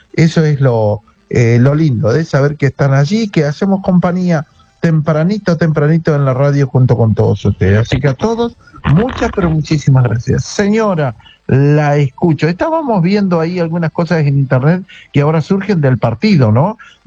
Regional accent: Argentina; nos hace más grandes como argentinos

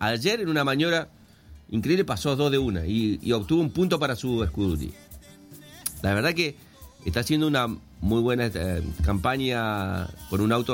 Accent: Argentina; born there; pero yo nací acá en Román. Soy argentino, amigo.

